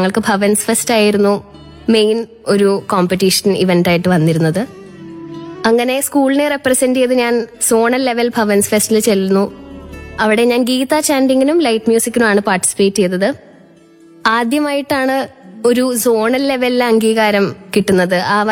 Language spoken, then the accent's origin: Malayalam; Tripunithura, Kerala, India; Ernakulam Tripunithura സ്വദേശിനിയാണ്. Sacred heart കോളേജിൽ MCOM 1st year വിദ്യാർത്ഥിനിയാണ്.